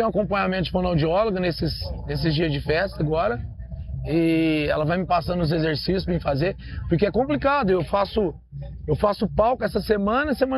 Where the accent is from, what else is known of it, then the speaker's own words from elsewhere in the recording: Barretos, São Paulo, Brazil; Aqui é minha terra natal, eu nasci aqui.